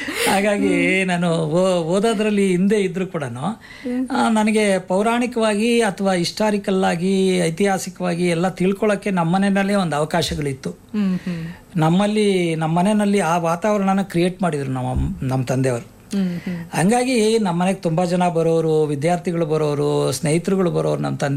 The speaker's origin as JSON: {"language": "Kannada", "town": "Tyamagondlu", "region": "Karnataka", "country": "India", "tie": "born or raised there", "said": "ನಾನು ಬೆಂಗಳೂರು ಗ್ರಾಮಾಂತರ ನೆಲಮಂಗಲ ತಾಲೂಕು ತ್ಯಾಮಗೊಂಡ್ಲು ಗ್ರಾಮದವನು."}